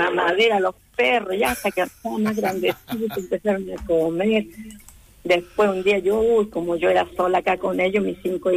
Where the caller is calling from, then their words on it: Paipote, Atacama, Chile; Sí, yo llamo de Paipote.